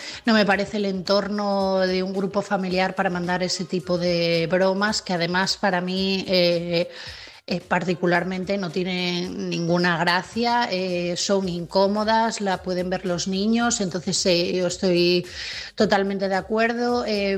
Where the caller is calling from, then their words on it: Asturias, Spain; de Asturias